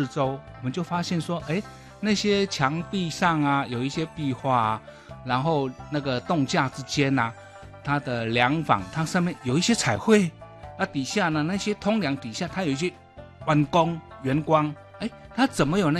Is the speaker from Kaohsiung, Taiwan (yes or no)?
no; Yunlin County, Taiwan; 我是云林人